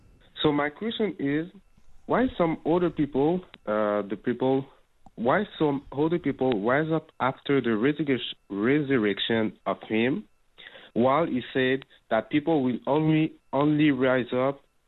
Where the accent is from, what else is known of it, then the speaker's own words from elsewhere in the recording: Montreal, Quebec, Canada; English is a second language; I'm from Montreal, Canada, okay?